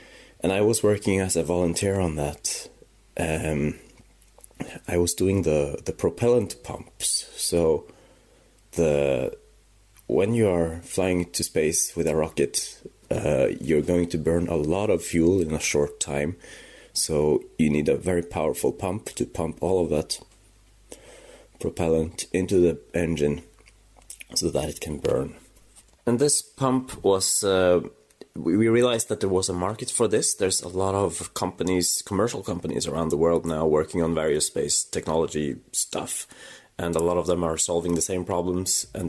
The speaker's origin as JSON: {"language": "English", "country": "Norway", "second_language": "English", "moved": "as an adult", "lives_now": "Berlin, Germany", "said": "I'm from Norway, but I've been living in Berlin since about a bit on and off for the last 10 years."}